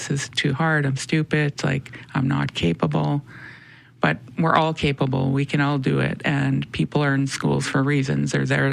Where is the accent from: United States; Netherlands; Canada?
Canada; Winnipeg, Manitoba; I always knew I was Indigenous, you know, I always knew I was Métis. Growing up in the North End